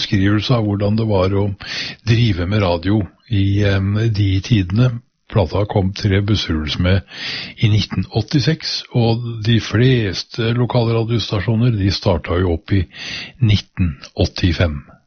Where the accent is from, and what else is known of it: Horten, Vestfold, Norway